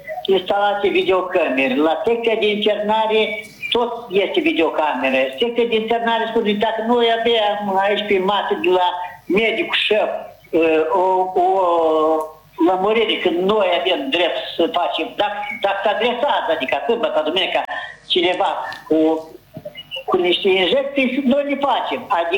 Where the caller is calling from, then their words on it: Cimișlia, Cimișlia District, Moldova; de la Cimișlia.